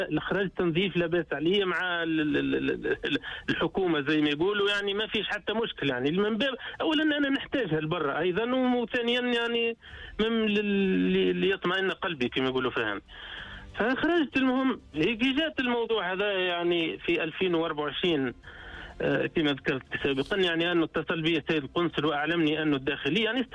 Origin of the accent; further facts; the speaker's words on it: Tunisia; moved away as an adult; now in Warsaw, Poland; وليت كيفاش نقولوا فيها بالتونسي